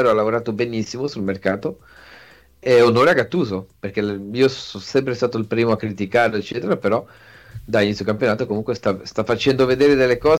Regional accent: Bergamo, Lombardy, Italy; E so che a Bergamo, e tu lo sai che sono bergamasco

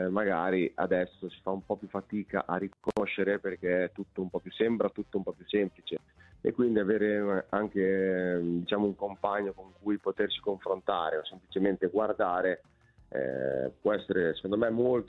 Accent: Ravenna, Emilia-Romagna, Italy; io sono di Ravenna

